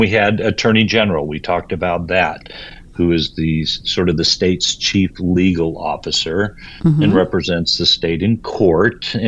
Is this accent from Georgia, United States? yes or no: yes; Atlanta, Georgia, United States; Debbie from Austin. I'm from Atlanta, and sometimes we do it in the same studio or in the same city